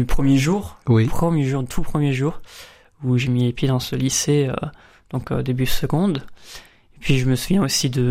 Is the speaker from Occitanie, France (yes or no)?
yes; Montpellier, Occitanie, France; also born or lived in La Motte-Servolex; Alors d'où je viens de Montpellier. Je suis né ici, j'ai habité presque toute ma vie ici. J'ai eu 2 ans où je suis parti en Savoie.